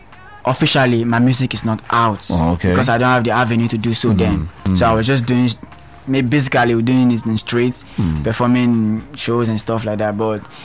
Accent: Delta, Nigeria; also born or lived in Benin City; now in Lagos, Nigeria; I'm from Delta State, so I was hustling in Benin.

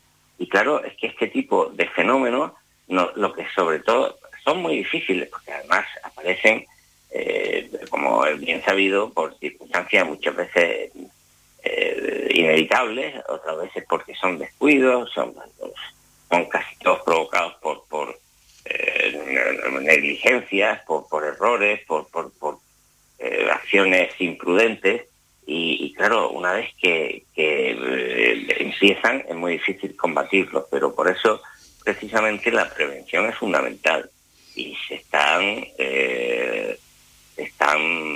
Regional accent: Andalusia, Spain; aquí en el caso de mi tierra, en Andalucía

